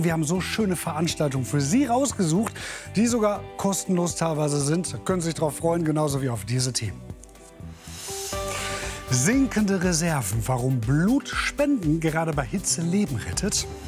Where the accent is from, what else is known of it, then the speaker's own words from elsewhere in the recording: North Rhine-Westphalia, Germany; now in Cologne, Germany; Ich komme ja aus dem Ruhrgebiet, bin da irgendwann nach Köln gezogen.